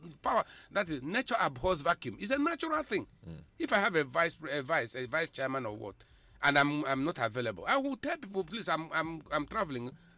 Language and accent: English; Nigeria; I'm a Nigerian citizen, and the absence of the government, of the president, is affecting me as a citizen.